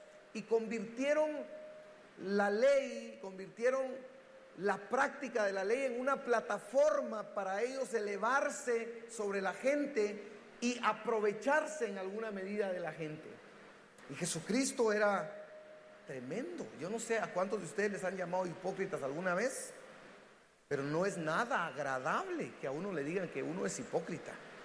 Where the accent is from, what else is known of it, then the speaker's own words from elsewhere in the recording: Guatemala; Como latinos, como chapines, somos muy políticos, ¿verdad?